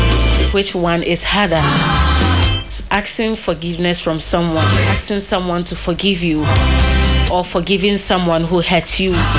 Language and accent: English; Bekwai, Ashanti, Ghana; from Bujare Bekwai.